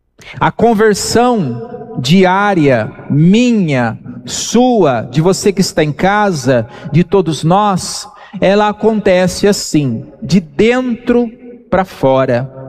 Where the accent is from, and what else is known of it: Brazil